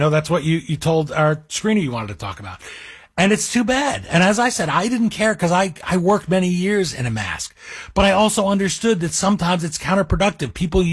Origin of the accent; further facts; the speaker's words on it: Cresskill, New Jersey, United States; born there; also born or lived in Bergenfield, New Jersey; My hometown of Cresco, New Jersey, the second town I lived in. I grew up in Bergenfield first